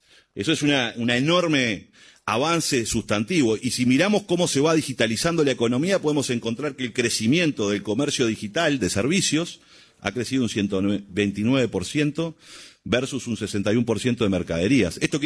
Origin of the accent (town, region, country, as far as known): Uruguay